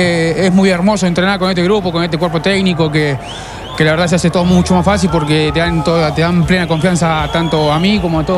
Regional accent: Argentina; moved away as an adult; now in Rancagua, Chile; mi familia que está en Argentina, a la gente de mi pueblo

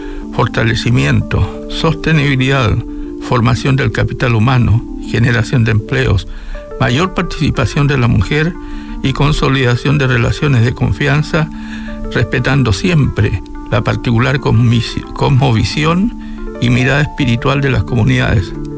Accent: Antofagasta, Chile; como ciudadano comprometido en identidad de antofagastinidad y nortinidad

